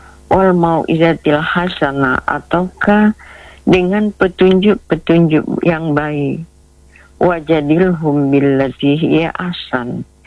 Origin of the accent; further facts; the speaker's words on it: South Sulawesi, Indonesia; Ya, ini juga sejalan dengan falsafah hidup kita sebagai ya orang Bugis.